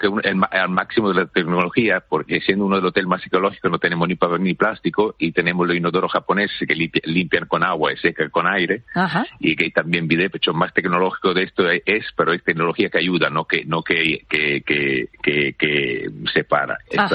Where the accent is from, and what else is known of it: Italy; Spanish is a second language